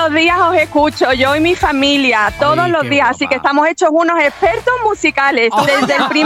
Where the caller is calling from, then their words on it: Marbella, Andalusia, Spain; Desde Marbella.